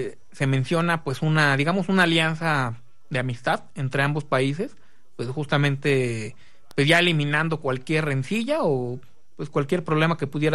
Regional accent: Mexico

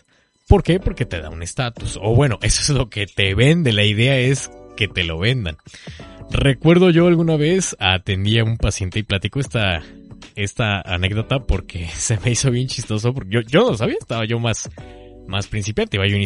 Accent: Veracruz, Mexico; los que somos de aquí de Veracruz

